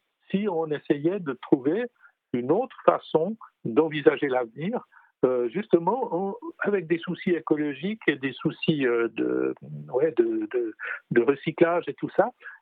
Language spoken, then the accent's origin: French; Switzerland; on est suisse